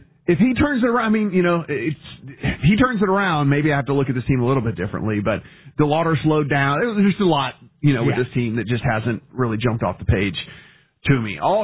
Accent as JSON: {"language": "English", "region": "Louisiana", "country": "United States", "said": "Like, I kind of made them my de facto team because I came from Louisiana and there are no hockey teams."}